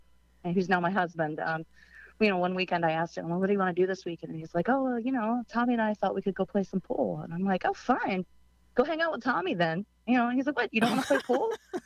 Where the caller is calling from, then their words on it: Norfolk, Virginia, United States; I'm calling from Norfolk, Virginia Beach.